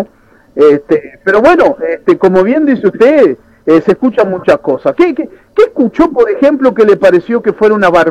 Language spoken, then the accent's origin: Spanish; Uruguay